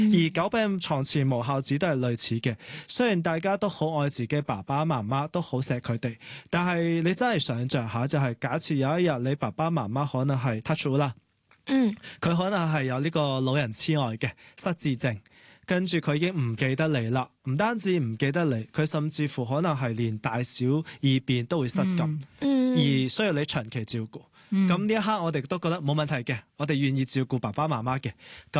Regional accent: Hong Kong; 我们香港人呢都有一个很特别的文化，就是比家用。

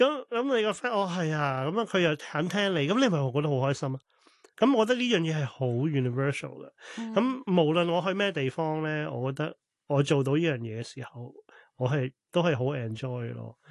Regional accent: Hong Kong; moved away; 我系香港人啦，本身咁。但是我都有在外國很久的時間浸，叫所謂浸淫過啦

